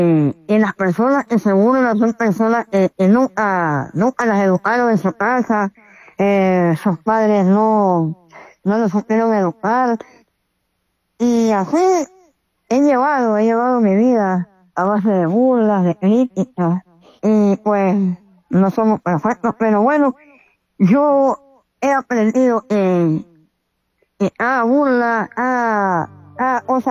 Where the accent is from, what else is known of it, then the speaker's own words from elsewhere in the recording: Nicaragua; soy originario de Nicaragua y pues